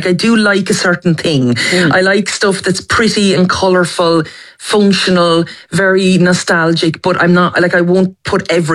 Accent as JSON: {"language": "English", "town": "Carnew", "region": "Leinster", "country": "Ireland", "tie": "born or raised there", "said": "And it's in my hometown of Carnew in County Wicklow."}